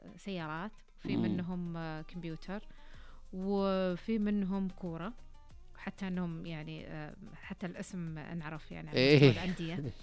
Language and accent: Arabic; Saudi Arabia; لما انطلق خدمة الإنترنت عندنا في السعودية